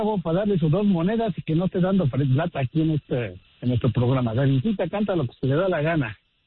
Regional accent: Guatemala; Soy Chapín, pero cuidaba a México.

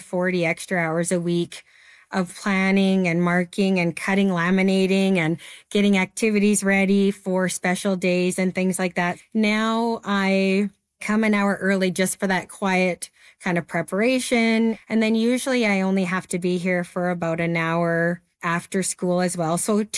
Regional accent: Lethbridge, Alberta, Canada; I am from Lethbridge, Alberta.

